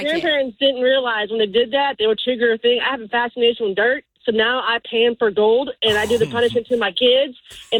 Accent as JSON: {"language": "English", "region": "West Virginia", "country": "United States", "tie": "born or raised there", "said": "I'm an 80s kid. Okay, 80s, 90s kid. Mm-hmm. So I grew up in West Virginia."}